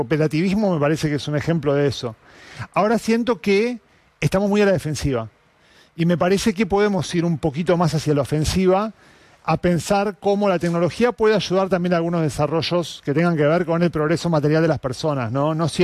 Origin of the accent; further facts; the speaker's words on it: Argentina; cómo nos pensamos nosotros como argentinos